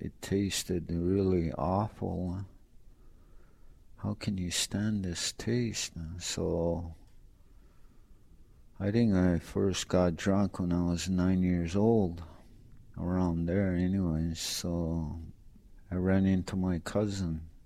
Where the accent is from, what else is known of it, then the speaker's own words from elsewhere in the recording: Ontario, Canada; I'm from Meshkigogman First Nation, Ontario, Canada. And I'm a full-blooded Ojibwe.